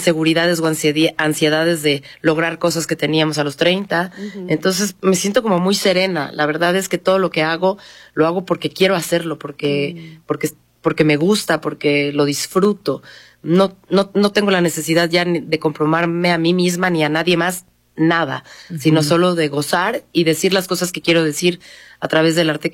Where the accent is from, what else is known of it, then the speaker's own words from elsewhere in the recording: Mexico; Es que yo soy la única mexicana en la película.